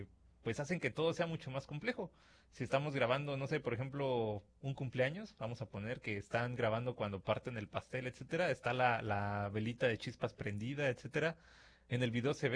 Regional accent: Lázaro Cárdenas, Michoacán, Mexico; born there; pues es que nací en Lázaro Cárdenas, pero no crecí ahí, no tengo el acento de ahí por eso.

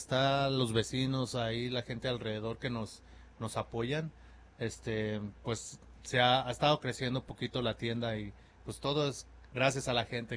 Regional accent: Guanajuato, Mexico; now in Idaho, United States; Pues yo soy del estado de Guanajuato, yo vengo del estado de Guanajuato. Aquí en Idaho tengo radicando, ya va a ser 12 o 13 años que llegué aquí a Idaho.

